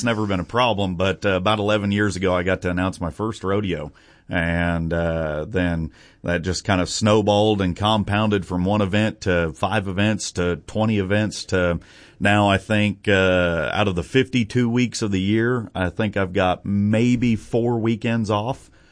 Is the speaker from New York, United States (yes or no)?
no; Kansas, United States; Grew up in Southwest Kansas.